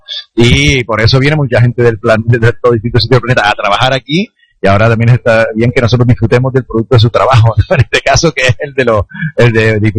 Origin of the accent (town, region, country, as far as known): Canary Islands, Spain